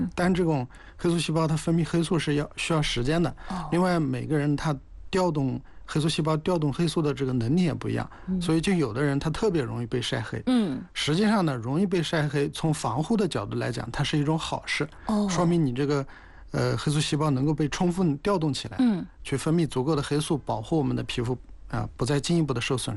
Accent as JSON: {"language": "Chinese", "country": "China", "said": "我们中国人"}